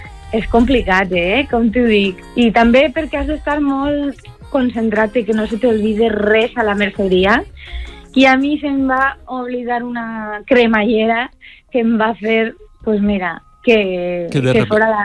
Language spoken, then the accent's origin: Spanish; Altea, Valencian Community, Spain; Vine a firmar los discos a mi pueblo, al Altez.